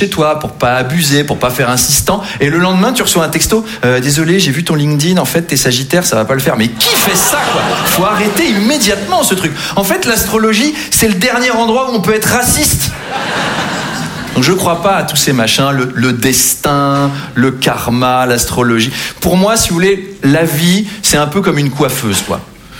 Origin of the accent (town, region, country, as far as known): Versailles, Île-de-France, France; born or raised there